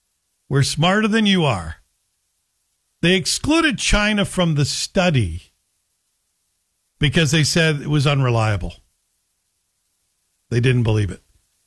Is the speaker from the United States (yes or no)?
no; Canada; Canadians, we often define ourselves as not being American.